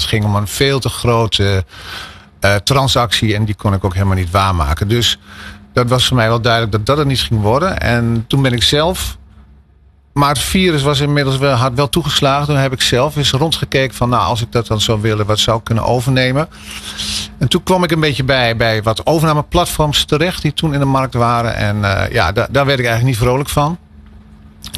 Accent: Haaksbergen, Overijssel, Netherlands; born there; Ik ben in 1965 geboren in Haaksbergen.

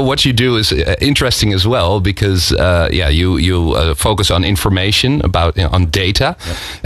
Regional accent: Rotterdam, South Holland, Netherlands; I'm from Rotterdam as well, a city about doing stuff instead of talking about it.

